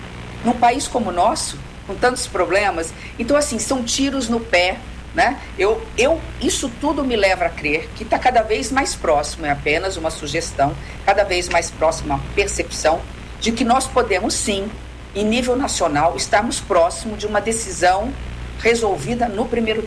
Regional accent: Brazil; eu sei dialogar, porque eu sou do interior do Brasil, então eu conheço a mulher conservadora

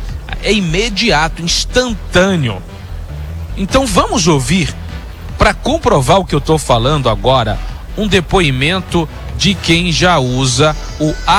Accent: Uruaçu, Goiás, Brazil; lá da minha cidade maravilhosa de Uruaçu. Uruaçu é uma beleza, viu, querido?

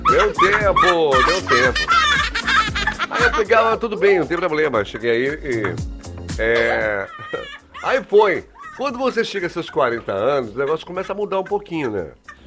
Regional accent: Salvador, Bahia, Brazil; Não, porque eu sou de Salvador.

